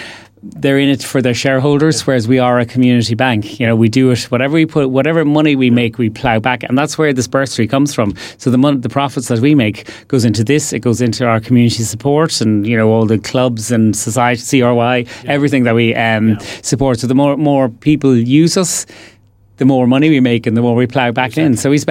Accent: Ireland; I'm from Louth.

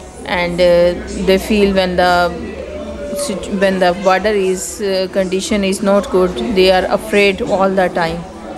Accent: Azad Kashmir, Pakistan; English is a second language; moved away as an adult; now in Cork, Ireland; I'm from Pakistan, Kashmir.

